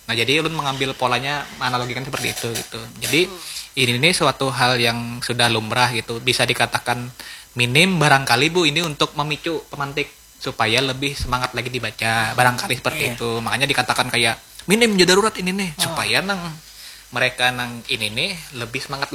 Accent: Banjar, South Kalimantan, Indonesia; Kita ini orang Banjar.

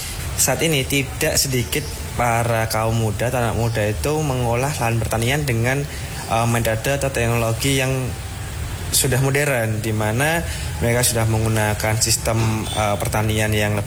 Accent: Yogyakarta, Special Region of Yogyakarta, Indonesia; saya dari Kota Yogyakarta.

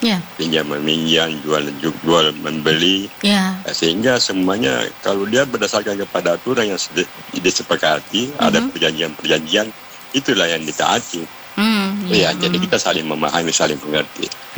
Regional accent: South Sulawesi, Indonesia; apakah betul dia menyewai merah putih atau nilai-nilai yang dian oleh kita sebagai orang Bugis Makassar.

